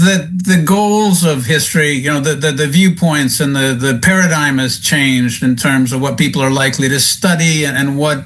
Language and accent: English; Oregon, United States; also born or lived in Mexico; I didn't know the names of the local languages where I grew up in Oregon.